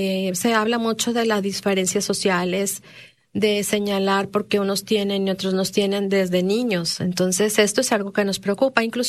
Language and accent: Spanish; Mexico; como mexicanos nos debemos de sentir orgullosos.